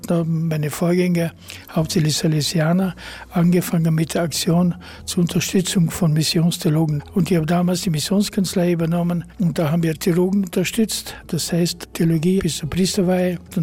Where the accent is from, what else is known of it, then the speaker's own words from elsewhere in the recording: Austria; Er hat mich vorgestellt, ich bin aus Österreich.